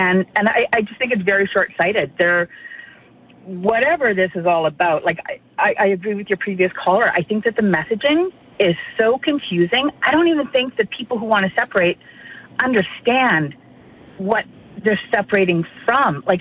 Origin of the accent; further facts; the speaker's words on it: Canada; I think I'm a Canadian first.